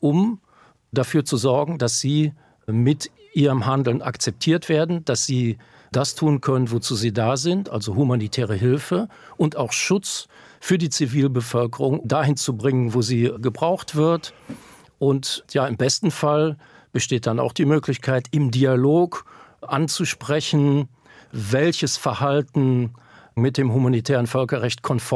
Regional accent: Cologne, North Rhine-Westphalia, Germany; ich bin ja in Köln groß geworden

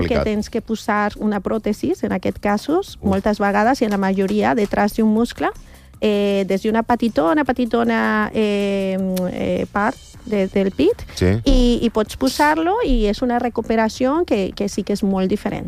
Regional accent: Mexico; Catalan is a second language; now in Spain; jo que soc mexicana

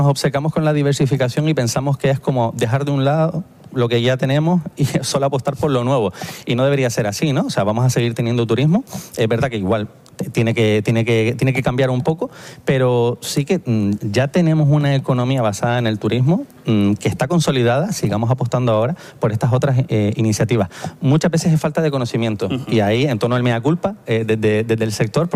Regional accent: Canary Islands, Spain

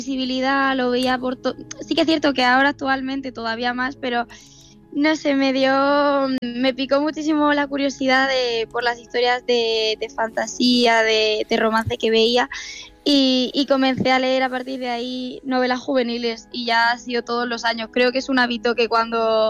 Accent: Murcia, Region of Murcia, Spain

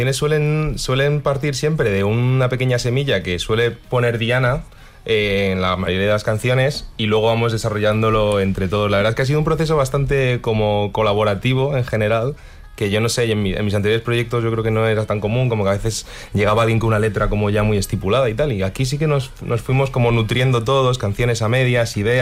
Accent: Ajofrín, Castilla-La Mancha, Spain; en mi pueblo, en Ajofrín, que está en Toledo.

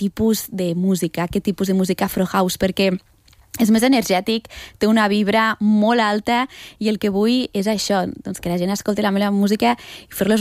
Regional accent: Catalonia, Spain; born there; I soc catalana, de cor, perquè jo he nascut aquí.

